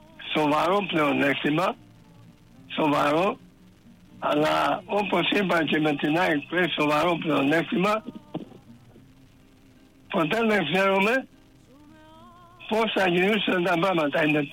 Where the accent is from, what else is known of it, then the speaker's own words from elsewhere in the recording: Perama, Crete, Greece; είμαι από το Ρέθυμνο, από το πέραμα Μηλοποτάμ.